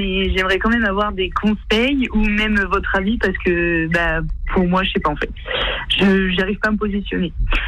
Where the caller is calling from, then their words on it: Bessay, Pays de la Loire, France; J'habite à Bessay, en Vendée.